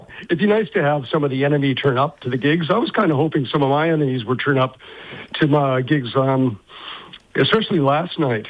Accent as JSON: {"language": "English", "country": "Canada", "also_born_or_lived": "Australia", "moved": "yes", "lives_now": "Spain", "said": "I'm an immigrant. I mean, I come from Canada, lived in Australia, moved around Europe, and now I live in Spain."}